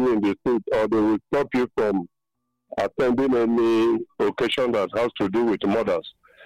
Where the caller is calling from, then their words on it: Enugu, Enugu State, Nigeria; I'm calling from MNA in Enugu.